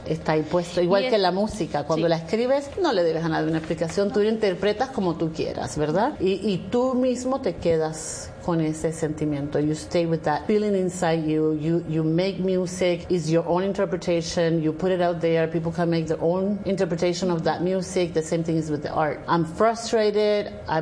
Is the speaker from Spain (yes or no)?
no; Puerto Rico; Yo como puertorriqueña te digo que creo que el puertorriqueño es bien creativo